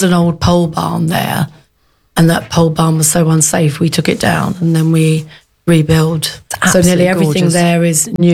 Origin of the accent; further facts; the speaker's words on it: London, United Kingdom; now in Shadoxhurst, Kent, United Kingdom; We grew up in London.